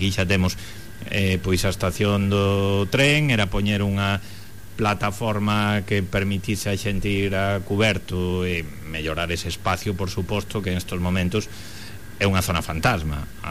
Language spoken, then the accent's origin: Galician; Vilagarcía de Arousa, Galicia, Spain; eu que defendo os seus intereses, eu sen que son de Vila García, defendo os intereses de Vila García.